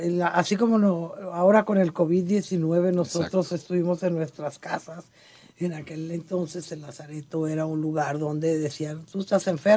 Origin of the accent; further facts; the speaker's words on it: Monterrey, Nuevo León, Mexico; todos los que somos de aquí de Monterrey, de Nuevo León